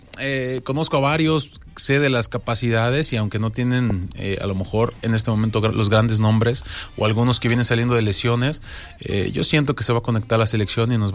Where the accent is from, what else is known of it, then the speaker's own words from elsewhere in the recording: Xochitepec, Morelos, Mexico; born there; mi pueblo, para Xochitepec